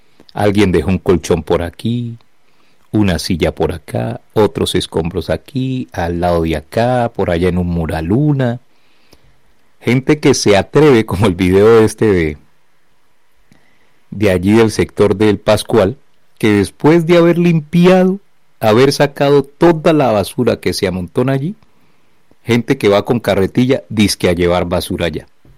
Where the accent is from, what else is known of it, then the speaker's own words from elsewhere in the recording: Buenaventura, Valle del Cauca, Colombia; Bello puerto del mar, mi Buenaventura. Linda mi tierra, hermosa, espectacular.